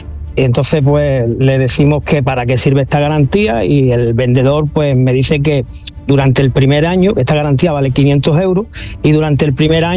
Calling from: Lepe, Andalusia, Spain; aunque nosotros somos de Lepe, Huelva

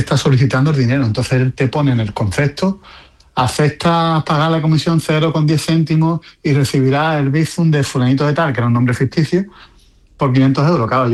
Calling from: Estepona, Andalusia, Spain; Y yo el fin de semana bajo de Madrid por el coche y soy de Estepona.

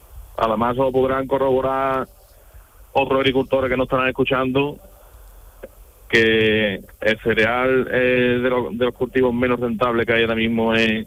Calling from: Martín de la Jara, Andalusia, Spain; Pues ahora mismo estoy en el campo, arando. ¿Dónde? En Martín de la Jara.

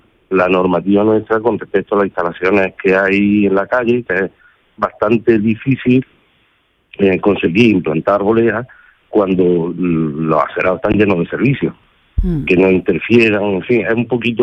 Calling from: Córdoba, Andalusia, Spain

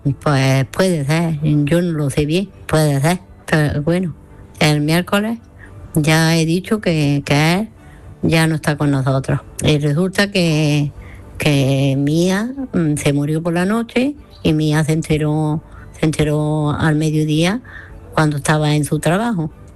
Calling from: Granada, Andalusia, Spain; de Granada.

